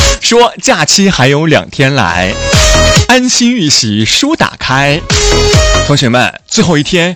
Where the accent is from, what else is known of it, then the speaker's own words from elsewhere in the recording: Zigong, Sichuan, China; moved away; 冷吃兔啊，冷吃牛肉啊，麻辣兔头啊，都是我们那边的。